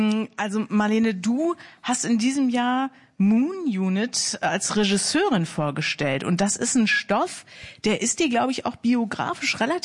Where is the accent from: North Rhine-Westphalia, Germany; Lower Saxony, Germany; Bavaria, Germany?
Lower Saxony, Germany; Osnabrück; Wer aus Osnabrück kommt, findet es überall in der Welt schön.